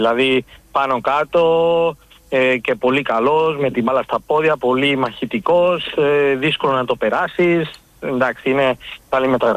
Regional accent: Balearic Islands, Spain; Greek is a second language; που τον είχαμε εδώ στο νησί μου, στη Μαγιόρκα.

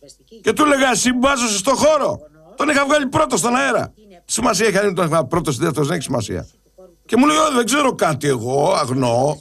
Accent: Peloponnese, Greece; λωθιά που λέγαμε και στο χωριό μου, λωθιά, λωθιά. Εγώ είμαι αιμοραϊτής.

